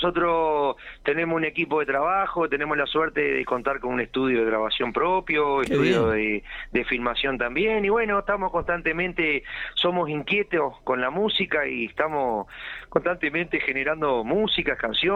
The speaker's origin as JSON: {"language": "Spanish", "town": "Atlántida", "region": "Canelones", "country": "Uruguay", "said": "Nosotros somos de Atlántida, acá en la zona, en la costa de Canelones"}